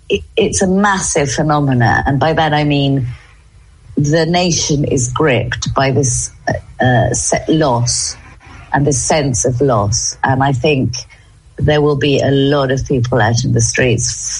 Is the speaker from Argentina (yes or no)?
yes; Argentina; someone wouldn't charge me for sandwiches on a beach holiday about 25 years ago because I was from Argentina.